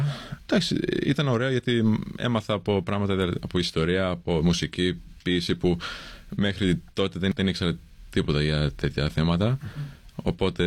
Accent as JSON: {"language": "Greek", "country": "Australia", "second_language": "Greek", "said": "δεν θα έλεγα νομίζω ότι είμαι Έλληνας. Δεν θα έκανα μια τέτοια δήλωση τόσο ξεκάθαρα. Δηλαδή, θα έλεγα ότι είμαι Αυστραλός με ελληνική καταγωγή. Δεν λέω ότι είμαι Έλληνας."}